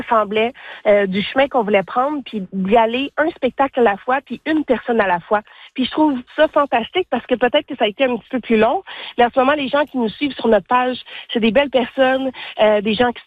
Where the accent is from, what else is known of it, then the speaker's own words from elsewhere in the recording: Ottawa, Ontario, Canada; Moi, je viens d'Ottawa. Mais j'ai l'impression que les gens de l'Ontario nous voyaient comme des Québécoises.